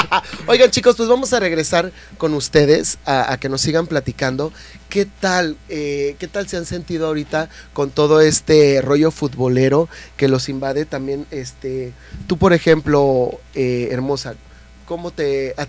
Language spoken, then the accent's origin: Spanish; Mexico; El amor a México y que somos mexicanos y soy mexicana.